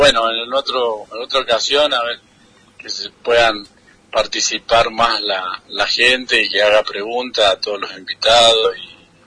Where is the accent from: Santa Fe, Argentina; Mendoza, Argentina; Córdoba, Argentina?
Mendoza, Argentina; Malargüe; que conozcan nuestra tierra, que es única. Yo he recorrido, pero no hay como Malargüe.